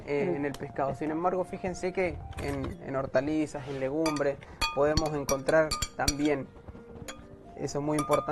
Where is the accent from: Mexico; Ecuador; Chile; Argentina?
Argentina; moved away; Como vengo de Argentina